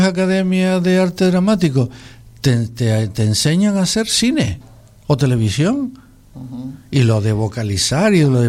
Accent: Canary Islands, Spain

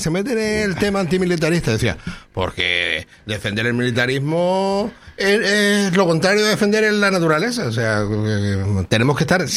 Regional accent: Canary Islands, Spain

